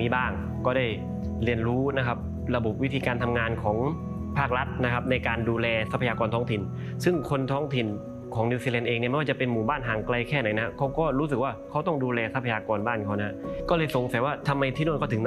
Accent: Satun, Thailand; born there; เราโชคดีมากที่ได้เกิดมาในสตูลครับผมเพราะว่าไม่ใช่ว่าจะมีทุกจังหวัดในประเทศไทยนะที่จะมีทั้งป่าดิบนะครับแล้วก็หมู่เกาะสวรรค์นะครับ

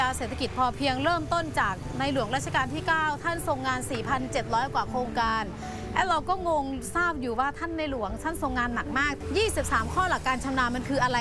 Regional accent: Udon Thani, Thailand; moved away as an adult; also born or lived in Bangkok; เป็นคนอุดรโดยกำเนิดค่ะ

